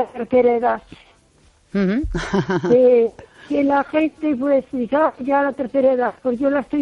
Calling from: O Carballiño, Galicia, Spain; de Carballiño.

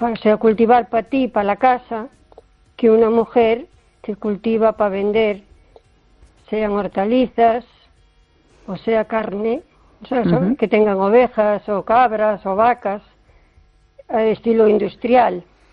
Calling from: O Carballiño, Galicia, Spain; Buenas noches, Esther … de Carballiño.

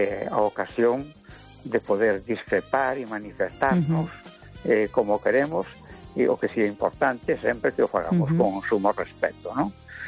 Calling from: A Coruña, Galicia, Spain; de Coruña.

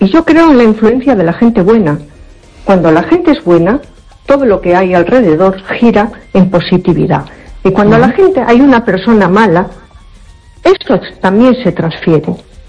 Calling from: A Coruña, Galicia, Spain; Hola, buenas noches … de Coruña.

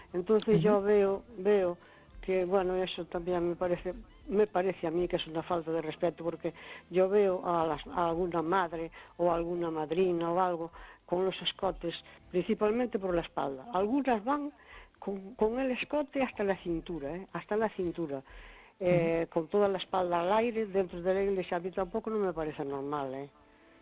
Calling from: Cespón, Galicia, Spain; de Cespón, muy bien, gracias.

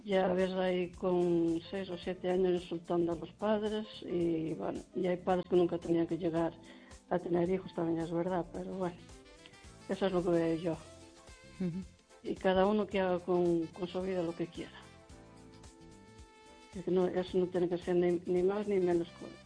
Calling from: Lugo, Galicia, Spain

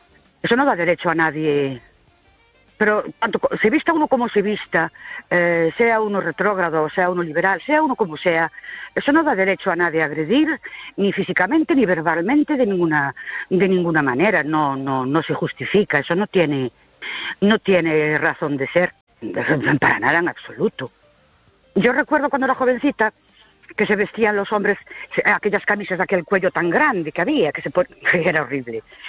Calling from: Ourense, Galicia, Spain; de Urense otra vez.

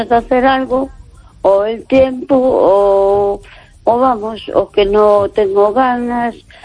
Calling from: A Coruña, Galicia, Spain; de Coruña.

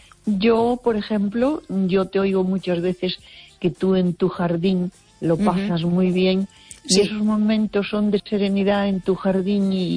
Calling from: Baiona, Galicia, Spain; de Bayona.

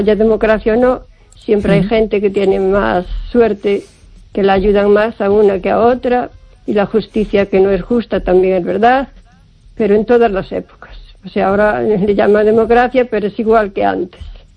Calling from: O Carballiño, Galicia, Spain; de Carballiño.

